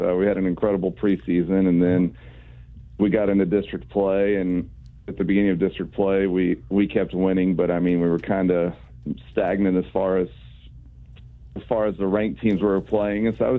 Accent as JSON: {"language": "English", "town": "Dumas", "region": "Texas", "country": "United States", "tie": "born or raised there", "said": "I am 42 years old. I grew up in Dumas, Texas."}